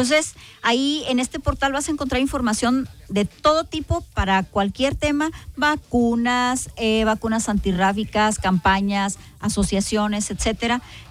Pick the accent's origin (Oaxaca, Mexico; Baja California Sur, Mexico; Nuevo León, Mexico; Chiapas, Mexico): Nuevo León, Mexico; Monterrey; soy regia y quiero... Regios para regios, soy de Monterrey